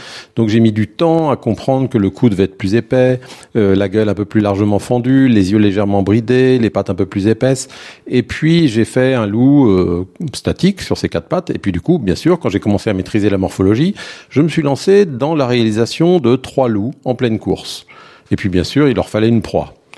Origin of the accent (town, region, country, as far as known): Rennes, Brittany, France; born or raised there